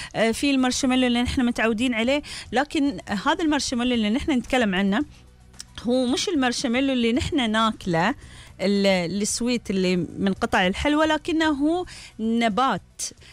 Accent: United Arab Emirates; بس في ترند جديد بعده يعني موجود بس مش عندنا في الإمارات ولا بدول الخليج

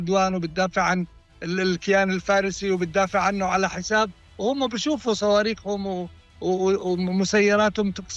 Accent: Jordan; عندنا بالأردن

